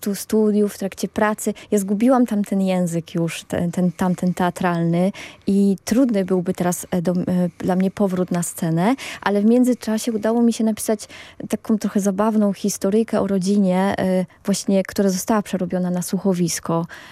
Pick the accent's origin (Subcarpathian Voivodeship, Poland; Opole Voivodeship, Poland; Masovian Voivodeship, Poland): Opole Voivodeship, Poland; Paczków; Urodziłam się w Paczkowie. To jest takie miasteczko średniowieczne. Ono zachowało swoją strukturę. Ma średniowieczne mury obronne. Jest otoczone, stare miasteczko jest otoczone tymi murami. Są kamieniczki